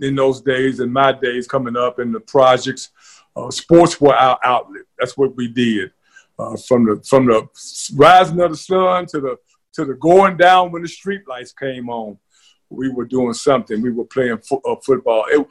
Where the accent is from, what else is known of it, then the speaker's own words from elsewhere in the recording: Nashville, Tennessee, United States; grew up in Nashville, Tennessee, born and raised in John Henry Hale Projects. Went to the best high school in the Mid-South, Pearl High School.